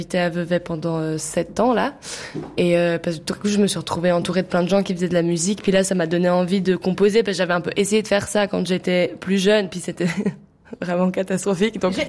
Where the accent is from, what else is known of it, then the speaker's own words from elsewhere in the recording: Galicia, Spain; enfin moi je viens du nord de l'Espagne, je viens de Galice. Puis c'est pas du tout dans notre culture, nous c'est vraiment la musique traditionnelle, la cornemuse, les percussions